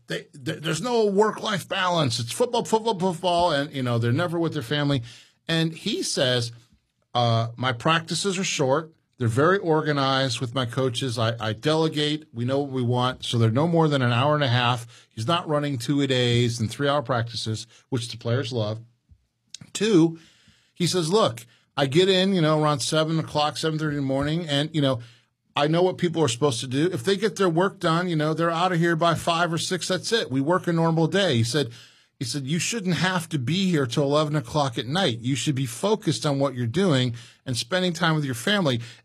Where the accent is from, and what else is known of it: Chicago, Illinois, United States